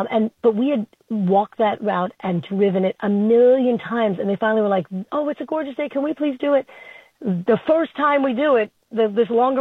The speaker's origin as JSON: {"language": "English", "town": "Flushing", "region": "New York", "country": "United States", "tie": "born or raised there", "said": "I grew up in Flushing."}